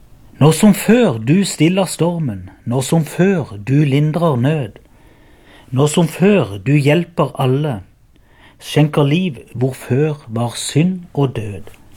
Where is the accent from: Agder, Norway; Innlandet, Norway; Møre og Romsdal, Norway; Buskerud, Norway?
Agder, Norway; Byremo